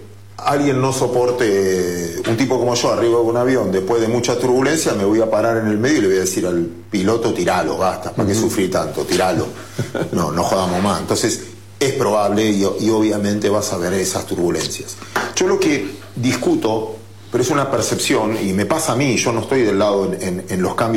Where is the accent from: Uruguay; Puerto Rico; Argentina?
Argentina; Mar del Plata, Buenos Aires Province; Yo soy de Mar del Plata y soy fanático, era fanático enfermo del gráfico.